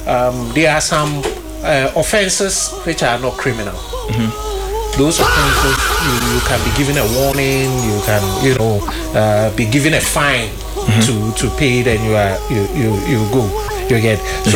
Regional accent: Kumasi, Ashanti, Ghana; I was born in Bantama. I was brought up in Bantama.

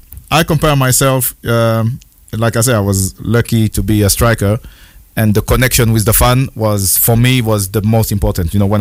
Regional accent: Marseille, Provence-Alpes-Côte d'Azur, France; moved away; I'm from Marseille

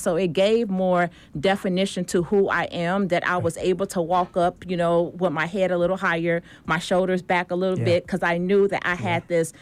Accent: Chicago, Illinois, United States; even though I hail from Chicago and I'm going global

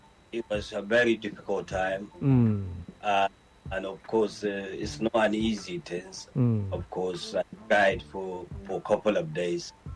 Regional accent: Nigeria; I think we be grateful that we are Nigerian.

